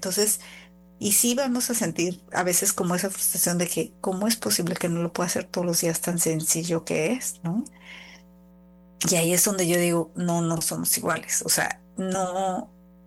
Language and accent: Spanish; Mexico; now in Canada; yo nací en México, crecí en México